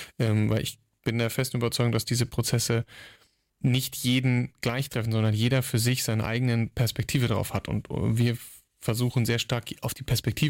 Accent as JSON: {"language": "German", "region": "Lower Saxony", "country": "Germany", "said": "weil ich bin ja auch aus der Region. Ich bin wahrscheinlich einer, der am nächsten mit seiner Familie an diesem Park dran wohnt"}